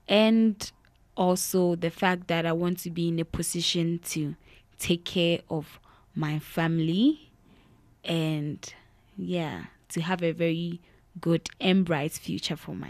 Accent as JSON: {"language": "English", "country": "Ghana", "moved": "as an adult", "lives_now": "Colorado, United States"}